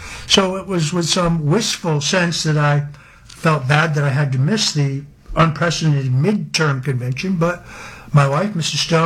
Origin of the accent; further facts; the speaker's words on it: Norwalk, Connecticut, United States; also born or lived in Lewisboro, New York; I was born in Norwalk, Connecticut, in Norwalk Hospital, grew up in Connecticut, but by 1964 I was living in Lewisboro, New York, a small town in northern Westchester